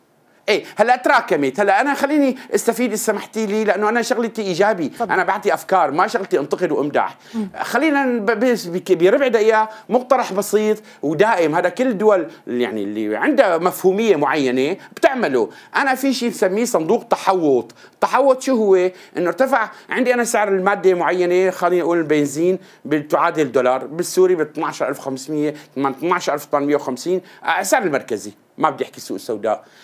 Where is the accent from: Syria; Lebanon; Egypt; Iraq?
Syria; عندنا بسوريا